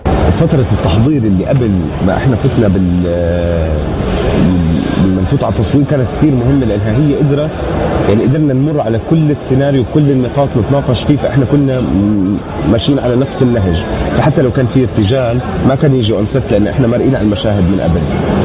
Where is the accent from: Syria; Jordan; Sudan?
Jordan; also born or lived in London